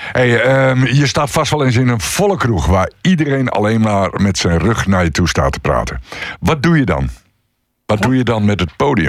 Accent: Groningen, Netherlands; accent: Gronings; jij hebt dus hetzelfde wat ik heb met Gronings, het Gronings praten. Ik denk in het Nederlands. Ja. Dus als ik een gesprek aanga met iemand in het Gronings, schakel ik automatisch over naar het Nederlands. Omdat ik in het Nederlands denk.

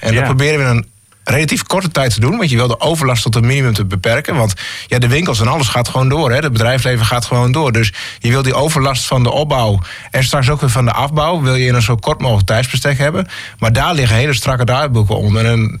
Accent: Assen, Drenthe, Netherlands; ik kom uit Assen, oh, dat is toch met de TT.

